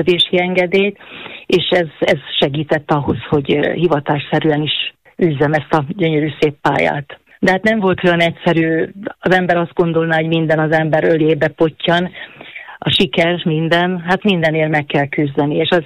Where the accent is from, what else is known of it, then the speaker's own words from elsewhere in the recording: Northern Hungary, Hungary; accent: Palóc; mert azért palócosan beszélni, az valahogy együtt járt az én észjárásommal is.